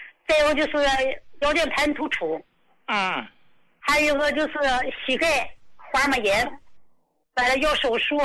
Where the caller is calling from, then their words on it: Dalian, Liaoning, China; 哎呀，我可是找到知心的人了。我是大连的。